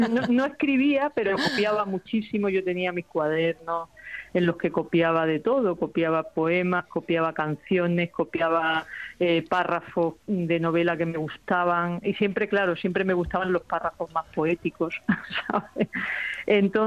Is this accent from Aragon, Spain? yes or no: no; Navaconcejo, Extremadura, Spain; moved away; nunca he perdido yo el contacto con Navaconcejo, que es mi pueblo, ni con el Valle del Jerte. De hecho, he estado allí este verano, yo sigo teniendo el huerto que heredé de mis padres, que tengo cerezos y castaños, y lo sigo yo cuidando